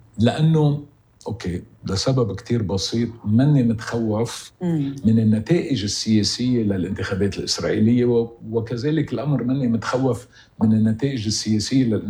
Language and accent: Arabic; Lebanon; أنا لبناني